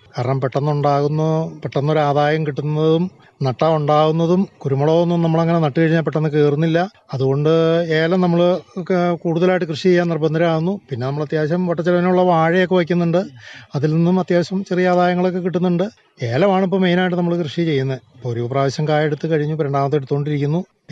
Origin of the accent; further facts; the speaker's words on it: Idukki district, Kerala, India; പിതാജി ഇവിടെ ഒരു 10-15 വയസ്സ് ഉള്ള സമയത്ത് വന്നതാണ്. ഞാനൊക്കെ ഇവിടെ ജനിച്ചു വളർന്നതാണ്.